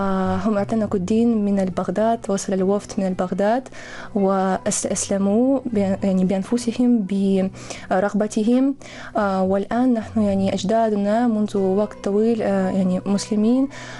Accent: Russia; Arabic is a second language; أنا ترعرعت في العائلة المسلمية في قرية اسمها الأذان، وأعتقد أصله حتى أصم الاسم من لغة عربية، لأن فيها في هذه القرية في وسط روسيا حوالي 12 مسجد

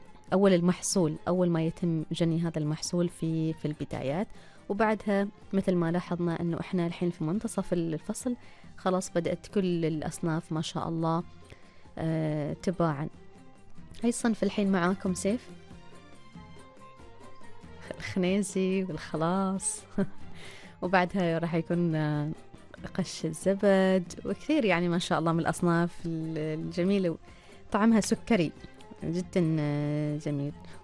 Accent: Oman; لدينا جميعا كعمانيين

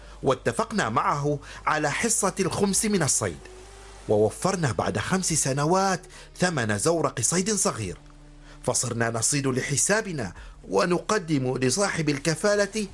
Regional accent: Rangpur Division, Bangladesh; Arabic is a second language; moved away as an adult; أنا من بنغلاديش، من قرية صغيرة قرب مدينة رانشبور. كانت أسرتي تعمل في زراعة الأرز

